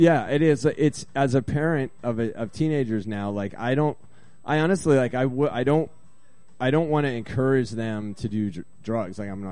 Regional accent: East Coast, United States; moved away as an adult; now in Portland, United States; I was from the East Coast, and we were spending the summer out in the Pacific Northwest

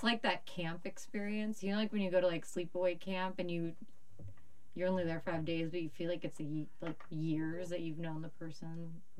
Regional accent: Arizona, United States; now in Portland, United States; I grew up in Arizona, so, like, you like your, like, playground when you're a kid, but you don't just go to the park.

